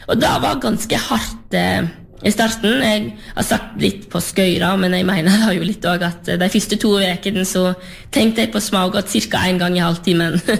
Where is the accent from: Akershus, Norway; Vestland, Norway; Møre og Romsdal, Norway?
Vestland, Norway; Luster; som jeg kommer jo selv ifra Lerigard på Sørheim